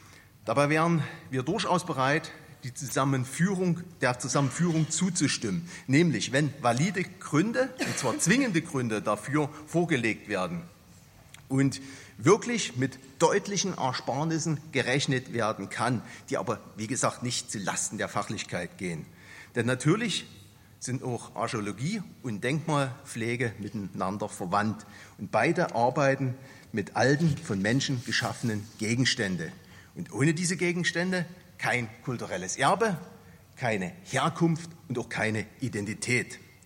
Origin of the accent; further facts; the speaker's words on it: Meissen, Saxony, Germany; Altstädte wie meine Heimatstadt Meißen, wie Pirna, wie Görlitz, die leben von ihrer Altstadt.